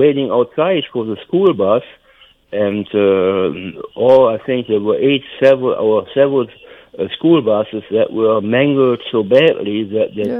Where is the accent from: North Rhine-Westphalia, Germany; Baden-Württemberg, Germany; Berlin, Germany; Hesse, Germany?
North Rhine-Westphalia, Germany; I grew up in North Rhine-Westphalia.